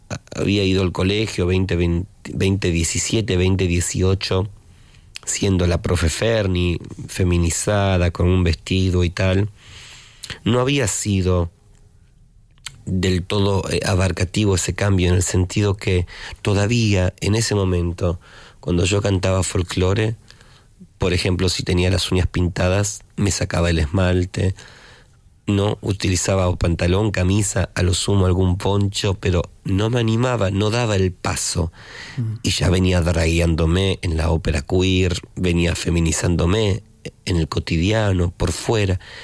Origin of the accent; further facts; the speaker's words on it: Argentina; ese momento al Instituto Nacional contra el Racismo, la Xenofobia y la Discriminación, que existía en mi país. Lamentablemente tengo que usar ese tiempo verbal. Existía, porque el INADI, como lo llamamos, ya no está más en el gobierno de Milei.